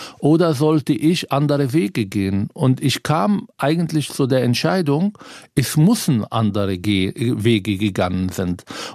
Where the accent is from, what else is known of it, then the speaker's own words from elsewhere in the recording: Palestine; now in Berlin, Germany; Ich bin Palästinenser. Das Allereinfachste wäre, wenn ich nach dem 7. Oktober gesagt habe, ich bin auf der Seite der Palästinenser, auf Demos hier gegangen bin und einfach auch meine Identität als Palästinenser